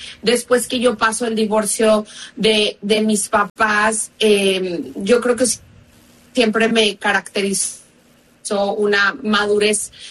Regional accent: Monterrey, Nuevo León, Mexico; moved away as an adult; also born or lived in Spain; now in United States; yo soy mexicana de nacimiento. Nací y crecí en México con mi familia. Y cuando me casé con mi esposo, bueno, ya tenemos 18 años de casados, pero tenemos en Estados Unidos 16 años.

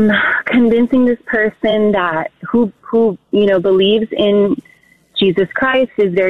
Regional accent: Premont, Texas, United States

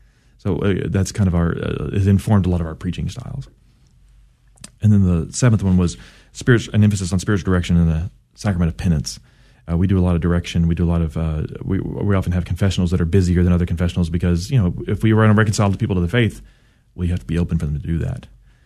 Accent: Cedar Hill, Texas, United States; also born or lived in Dallas, Texas; I was born in Dallas. I could see literally the place I was born outside the window. I grew up in Cedar Hill where we were a missionary church in a barn.

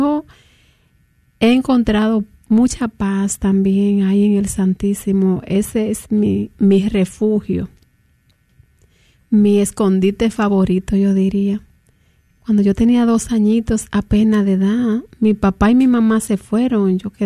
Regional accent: Dominican Republic; Me siento mitad dominicana y mitad mexicana también

